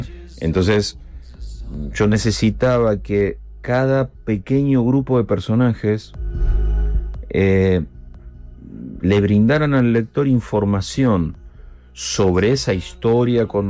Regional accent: Argentina

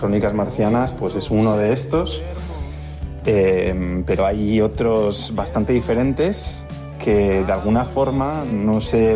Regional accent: Alcora, Valencian Community, Spain; Me presento … de Alcora, de Castellón, de La Plana.

